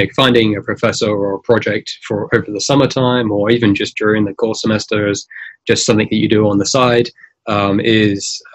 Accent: England, United Kingdom; I'm from England

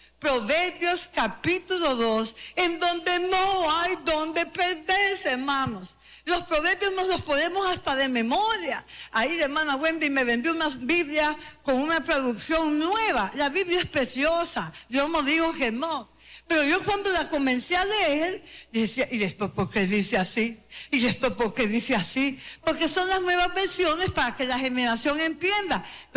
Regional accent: El Salvador; Así somos nosotros los salvadoreños.

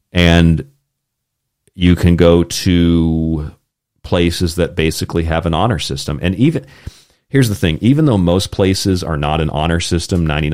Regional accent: United States; now in Japan; to me as an American

